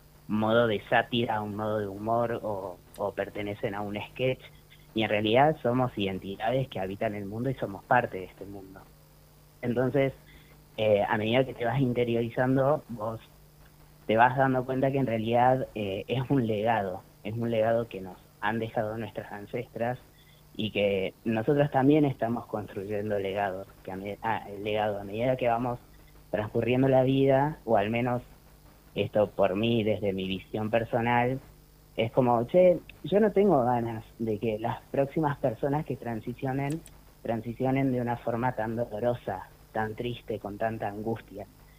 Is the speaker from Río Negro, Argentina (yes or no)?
yes; Ingeniero Jacobacci, Río Negro, Argentina; also born or lived in Córdoba; yo soy nacido de origen en Córdoba, pero desde muy pequeño crecí en Jacobasi.